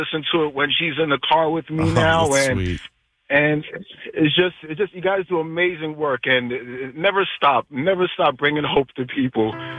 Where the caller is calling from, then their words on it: Bel Air, Maryland, United States; From Bel Air, Maryland.